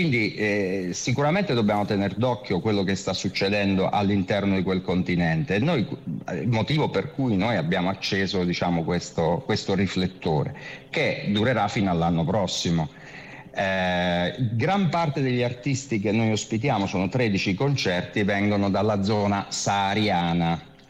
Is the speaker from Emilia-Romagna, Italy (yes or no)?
no; Apulia, Italy; born there; Poi noi siamo nati sul Gargano e gran parte del festival si fa sul Gargano, che è un piccolo continente dal punto di vista degli ambienti naturali e dei paesaggi.